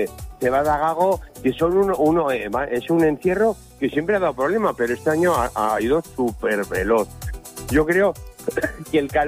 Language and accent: Spanish; Pamplona, Navarre, Spain